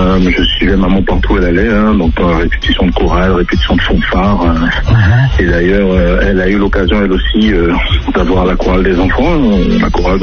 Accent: French Guiana; born there; Donc je suis né en Guyane, j'aurai bientôt 40 ans hein, d'ici la fin de l'année.

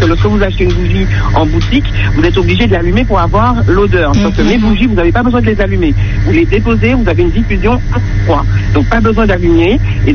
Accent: Martinique; now in France; je suis martiniquaise, je vis en France et là je suis en vacances

